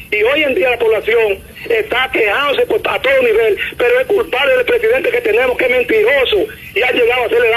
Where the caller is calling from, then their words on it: Dominican Republic; de aquí de Santa Fe.